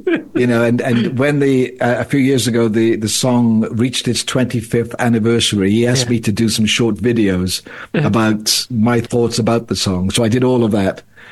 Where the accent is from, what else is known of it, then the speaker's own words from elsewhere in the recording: Llantrisant, Wales, United Kingdom; So I was brought up in that environment. I grew up in South Wales in a little town called Llantrisant, which is just north of Cardiff.